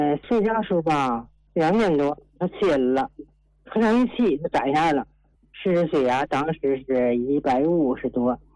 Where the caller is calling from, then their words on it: Tianjin, China; 我家是天津临河。